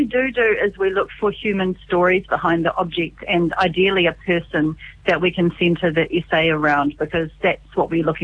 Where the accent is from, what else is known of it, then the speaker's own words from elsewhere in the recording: South Island, New Zealand; now in Auckland, New Zealand; we live in Auckland and they don't really grow here, but I have a lot of fondness for the whole concept of quinces from growing up in the South Island.